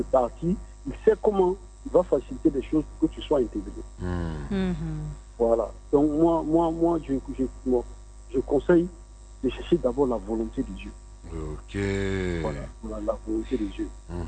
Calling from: Abidjan, Côte d’Ivoire; je vous appelle dans la commune de Cocody.

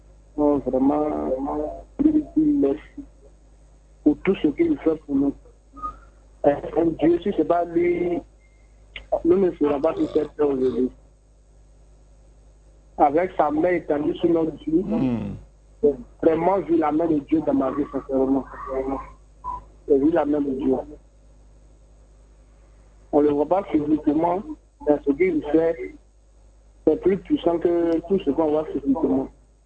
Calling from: Côte d’Ivoire; J'appelle de la maison d'Arlété, précisément Awe.

